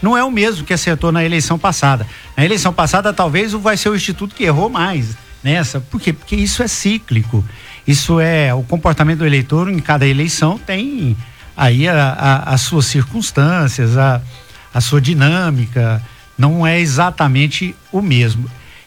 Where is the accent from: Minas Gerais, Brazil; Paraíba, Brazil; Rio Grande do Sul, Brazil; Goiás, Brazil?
Goiás, Brazil; São Miguel do Passa Quatro; São Miguel do Passa Quatro, tem... Minha terra.